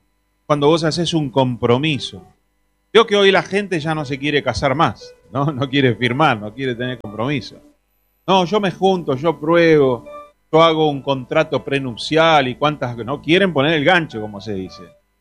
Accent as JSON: {"language": "Spanish", "country": "Argentina", "also_born_or_lived": "Italy", "said": "Yo hice mi ciudadanía italiana. Por nacimiento soy argentino"}